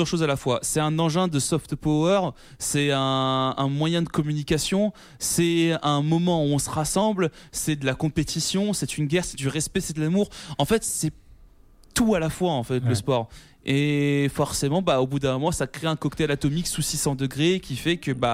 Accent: France; On parle de la France parce que c'est ce qui nous concerne, on est français.

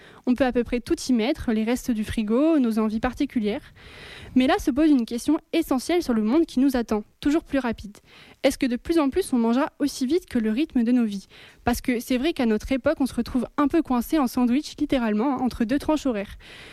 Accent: France; il arrive chez nous en France

